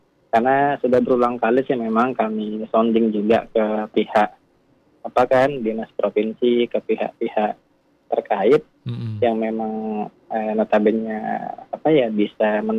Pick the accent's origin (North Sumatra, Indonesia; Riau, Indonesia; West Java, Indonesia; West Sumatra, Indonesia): North Sumatra, Indonesia; Medan; born there; moved away as an adult; Sebelumnya saya memang kelahiran Sumatera Utara sebenarnya.